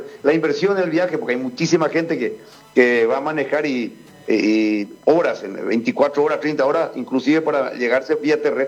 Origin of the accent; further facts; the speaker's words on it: Paraguay; Vos sabés cómo somos los paraguayos.